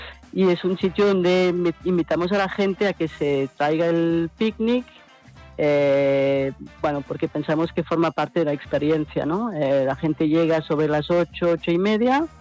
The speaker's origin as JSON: {"language": "Spanish", "country": "France", "second_language": "Spanish", "moved": "as an adult", "lives_now": "Barcelona, Spain", "said": "yo soy francesa"}